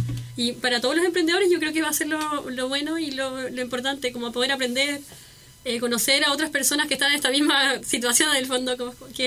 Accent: Castro, Los Lagos, Chile; Soy de Castro.

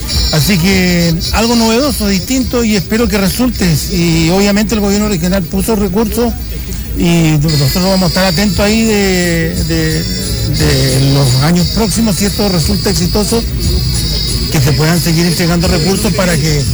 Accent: Castro, Los Lagos, Chile; soy de Castro, he vivido toda mi vida acá.

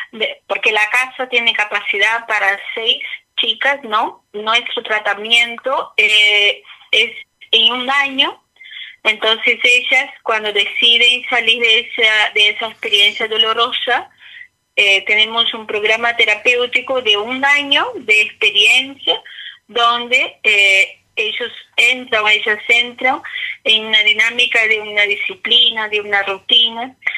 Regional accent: Brazil; moved away as an adult; now in Ancud, Chile; tengo 35 años, soy brasileña.

